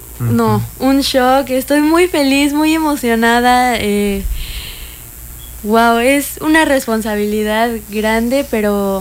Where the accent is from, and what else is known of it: Mexico